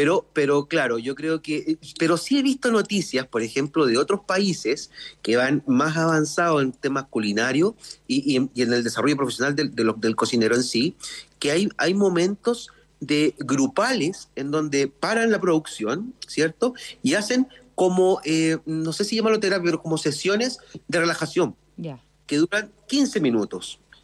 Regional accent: Chile

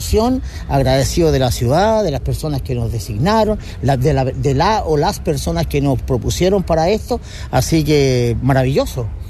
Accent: Chile; siendo buen chileno

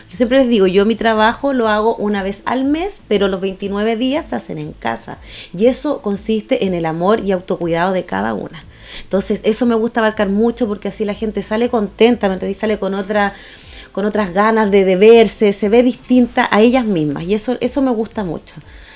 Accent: Santiago, Santiago Metropolitan Region, Chile; moved away as an adult; now in Santa Cruz, Chile; yo soy de Santiago. Vengo de Santiago y quise hacer este proyecto acá.

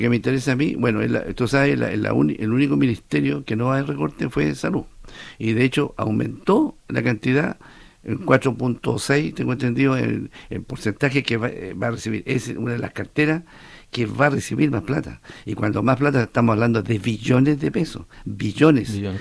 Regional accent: Chile; now in Osorno, Chile; yo tengo derecho como chileno de exigir lo mejor. Si en este momento hay una enfermedad que estoy aquí en Osorno

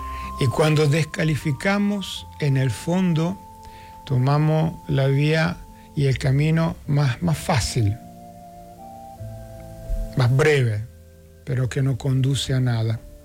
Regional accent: Coyhaique, Aysén, Chile; Porque nosotros somos parte de Chile, somos parte de la región de Aysén, somos parte, en este caso yo, de la comuna de Coyhaique

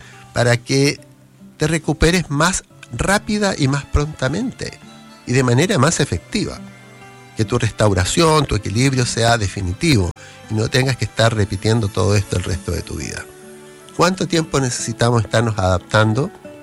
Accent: Chile; somos millones los chilenos que necesitamos tomarlo.

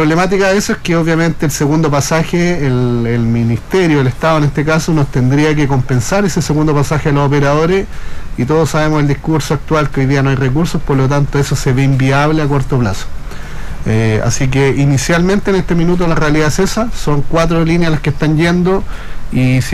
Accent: Chile; now in Chillán, Chile

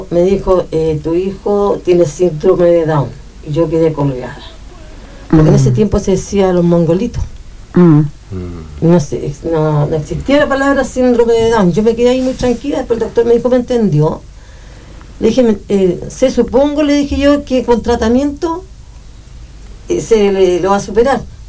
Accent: Pichilemu, O'Higgins, Chile; moved away as an adult; also born or lived in San Bernardo; Yo soy nacida y criada en Pichilemu.

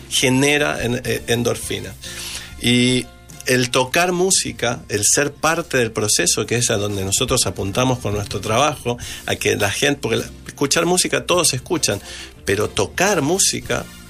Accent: Buenos Aires, Argentina; born there; Nací en Argentina, en Buenos Aires.

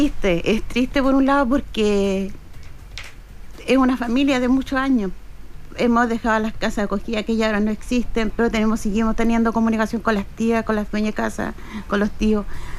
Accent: Chile; somos todos los chilenos los que damos

